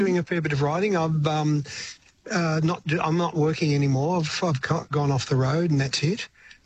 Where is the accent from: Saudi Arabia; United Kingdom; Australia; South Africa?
Australia; accent: Australian; "Well, I sort of am. I am Australian."